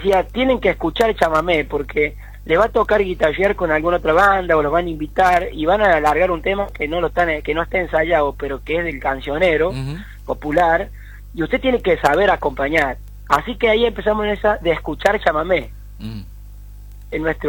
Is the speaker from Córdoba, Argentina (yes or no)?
yes; Sebastián Elcano, Córdoba, Argentina; yo me crié en el pueblo, en Sebastián Elcano, que es un pueblo chico de algo de 3.500, 4.000 habitantes, en el norte de la provincia de Córdoba.